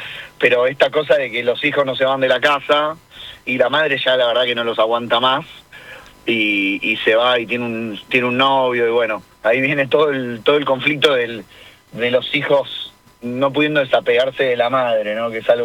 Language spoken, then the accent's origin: Spanish; Argentina; nosotros somos argentinos